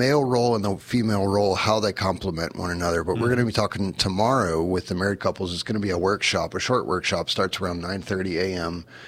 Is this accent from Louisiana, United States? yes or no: yes; Louisiana, United States; now in Mexico; I'm from Louisiana.